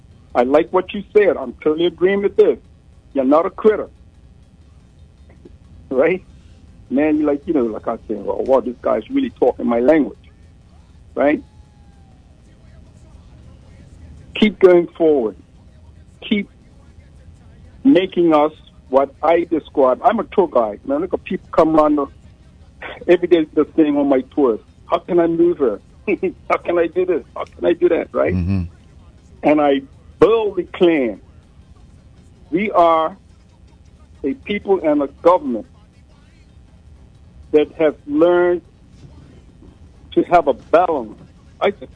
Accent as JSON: {"language": "English", "region": "South West England", "country": "United Kingdom", "said": "I'm from Somerset, right?"}